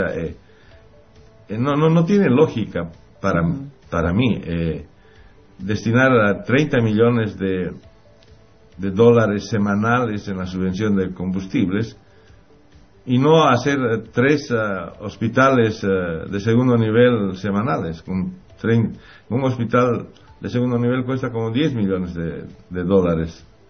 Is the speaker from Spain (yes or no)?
no; Bolivia; Entonces es el Estado, somos todos los bolivianos los que estamos haciendo este esfuerzo